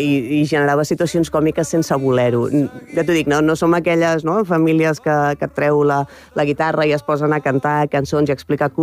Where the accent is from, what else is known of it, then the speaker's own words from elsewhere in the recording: Mataró, Catalonia, Spain; Jo soc de Rocafonda, també, com en Lamine Yamal.